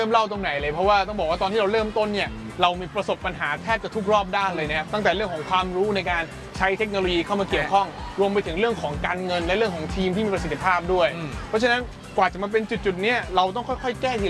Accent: Ko Samui, Surat Thani, Thailand

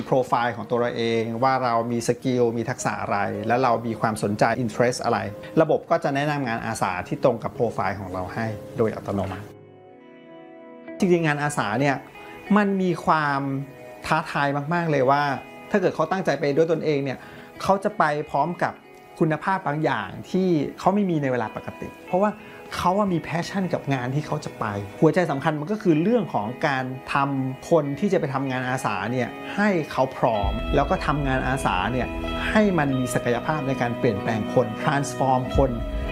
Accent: Bangkok, Thailand; born or raised there

